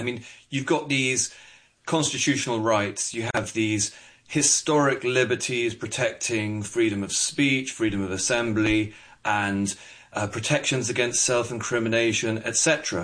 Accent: United Kingdom; as a Brit

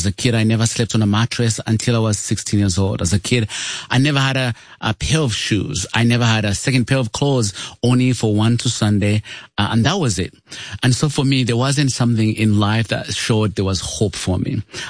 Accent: Uganda; I come from Uganda and grew up poor of the poorest.

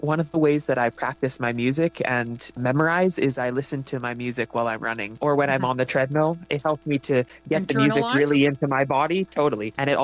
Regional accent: Alberta, Canada; moved away as an adult; also born or lived in Victoria, British Columbia; now in Ann Arbor, United States; community theater in my hometown and around Southern Alberta until I graduated high school.

